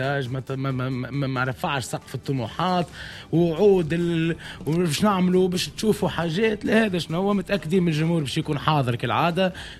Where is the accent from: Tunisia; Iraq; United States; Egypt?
Tunisia; احنا تونسي